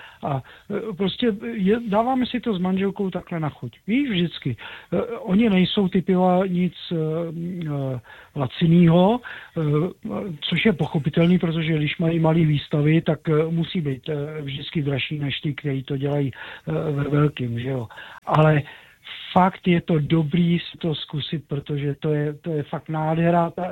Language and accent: Czech; Plzeň, Plzeň Region, Czechia; Já piju, jsem Plzeňák, kupuju jenom lahvovej Prazdroj.